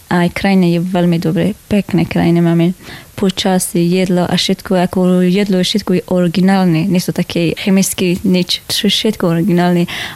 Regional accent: Baghlan, Afghanistan; Slovak is a second language; moved away as an adult; also born or lived in Kabul; now in Košice, Slovakia; Ja som originálne z Baghlan, to sa volá, provincia. A teraz tak momentálne bývame vo Kabul, hlavné mesto.

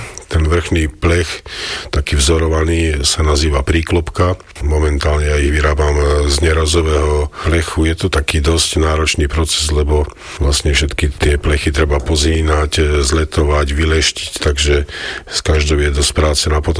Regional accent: Banská Bystrica Region, Slovakia; U nás na Podpoľaní

